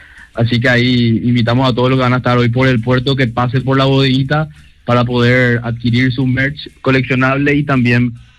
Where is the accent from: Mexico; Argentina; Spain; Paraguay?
Paraguay; todos los paraguayos que nunca dejamos de creer en la Birroja